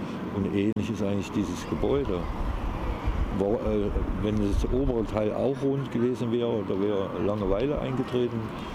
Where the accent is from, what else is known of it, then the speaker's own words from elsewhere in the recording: Saxony, Germany; Die Hügel erinnern mich an das Vogtland, da wo ich herkomme. Besteht ja eigentlich nur aus Hügeln, Wäldern, kleinen Seen und Wiesen, Wäldern.